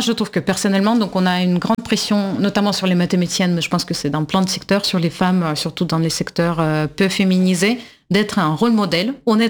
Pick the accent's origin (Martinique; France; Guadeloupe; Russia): Russia; Et je ne suis pas géorgienne, mais je suis russe et la Russie a une loi analogue